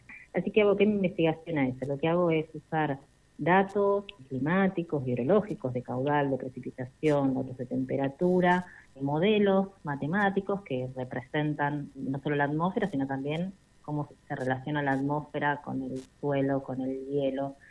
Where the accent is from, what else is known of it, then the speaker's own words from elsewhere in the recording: La Pampa, Argentina; born there; moved away as an adult; also born or lived in Río Gallegos, Santa Cruz / Patagonia; now in Buenos Aires, Argentina; Yo nací en Río Gallegos, viví en Patagónica, después viví muchos años en el campo de mi abuela en La Pampa.